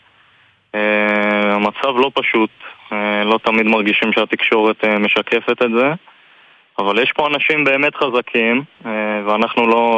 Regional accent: Kibbutz Dafna, Northern District, Israel; אני גר בקיבוץ דפנה.

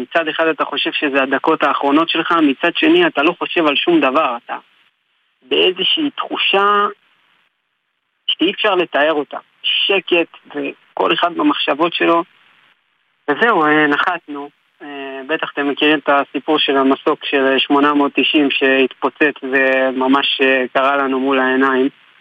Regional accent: Kfar Saba, Central District, Israel

